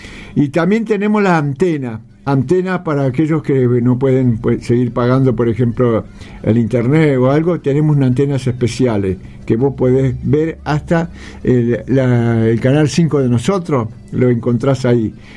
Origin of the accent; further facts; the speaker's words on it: Santiago del Estero, Argentina; now in Buenos Aires, Argentina; yo soy porteño, nací, pero me crié en Santiago